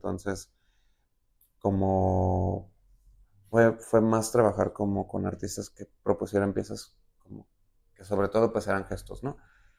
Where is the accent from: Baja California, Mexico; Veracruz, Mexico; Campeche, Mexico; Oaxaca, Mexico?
Baja California, Mexico; Tijuana; now in Guadalajara, Mexico; yo soy de Tijuana